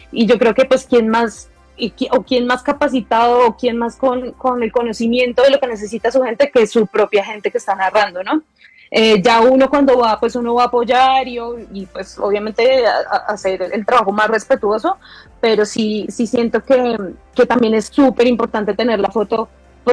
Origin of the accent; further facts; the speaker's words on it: Bogotá, Colombia; yo, por lo menos yo soy de Bogotá